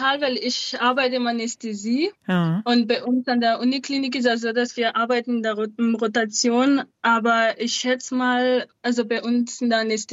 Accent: Madagascar; now in Munich, Germany; jetzt auch komplett spenden für Waisenhäuser und Hilfsorganisationen in Madagaskar, weil dass ich in meiner Heimat einfach etwas zurückgeben kann.

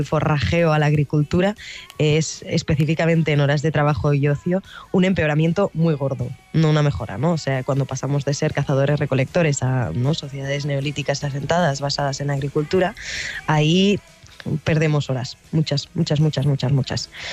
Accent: Barcelona, Catalonia, Spain; Esto lo hemos visto claramente en mi ciudad natal, Barcelona.

